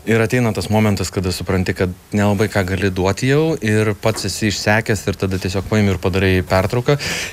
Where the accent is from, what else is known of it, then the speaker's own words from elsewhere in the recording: Kaunas, Kaunas County, Lithuania; Aš kaunietis šiaip, bet stengiuosi bent porą kartų per savaitę dviračių kažkur išvažiuoti dėl sveikatos.